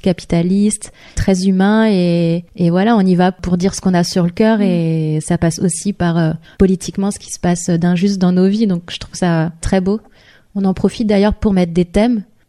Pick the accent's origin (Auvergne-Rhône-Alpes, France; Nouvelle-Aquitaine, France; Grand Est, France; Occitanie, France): Grand Est, France; J'ai la chance, je dirais, d'être alsacienne. Et du coup, j'ai grandi et je suis née en Alsace.